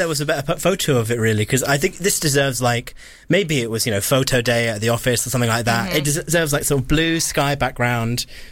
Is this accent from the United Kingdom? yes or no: yes; Salisbury, South West England, United Kingdom; I'm from Salisbury.